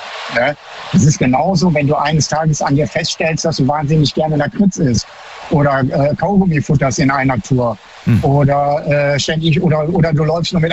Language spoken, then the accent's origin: German; Baden-Baden, Baden-Württemberg, Germany; Ja, eher Baden-Baden.